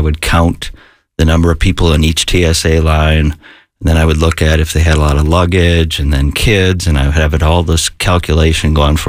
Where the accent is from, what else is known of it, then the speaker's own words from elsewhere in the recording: Minnesota, United States; Little town in Minnesota, farm country, 11 siblings on the farm.